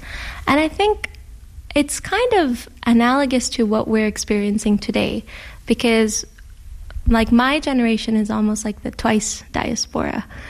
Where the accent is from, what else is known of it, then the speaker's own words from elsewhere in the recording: Guyana; now in Canada; Because we're from Guyana and the music there is a little more rural folk music. So when you come to Canada